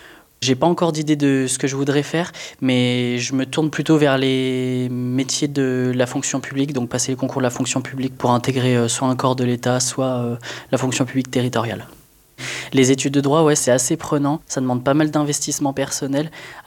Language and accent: French; Lyon, Auvergne-Rhône-Alpes, France; j'ai 23 ans, je suis originaire de Lyon